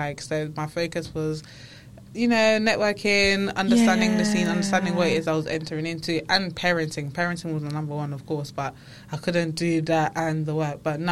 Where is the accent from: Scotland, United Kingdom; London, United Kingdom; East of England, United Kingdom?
London, United Kingdom; born there; also born or lived in Kinshasa, Congo; Came over with family, but I've been in London since I was about 6, 7 years old. So, I'm a Londoner.